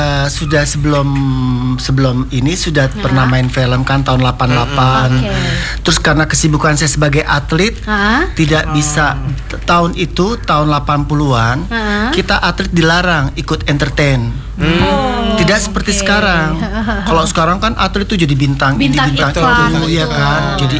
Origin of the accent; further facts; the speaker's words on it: Manado, North Sulawesi, Indonesia; Saya Manado aslinya.